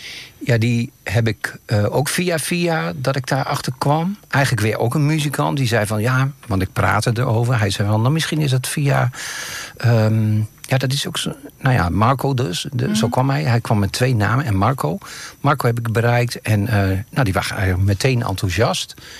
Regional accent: Vaassen, Gelderland, Netherlands; Ik kom zelf niet uit Apeldoorn. Mm-hmm. Ik kom uit Vaassendam.

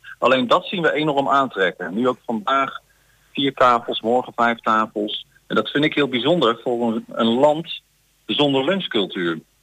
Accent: Utrecht, Netherlands; Ik kom natuurlijk uit de Randstad. Sterker nog, ik kom uit Utrecht, waar donderdag het begin van het weekend is.

